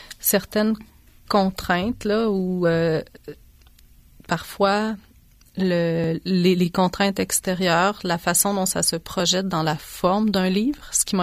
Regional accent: Quebec, Canada; first language Czech; French is a second language; comment j'ai grandi au Québec, mais chez nous, à la maison, on parlait tchèque.

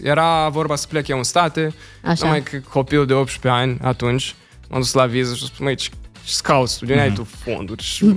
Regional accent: Moldova; eu sunt moldovean.

